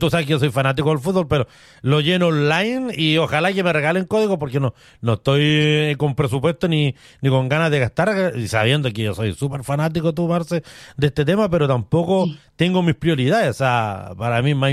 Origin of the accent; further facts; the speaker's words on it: Chile; hablamos los chilenos nosotros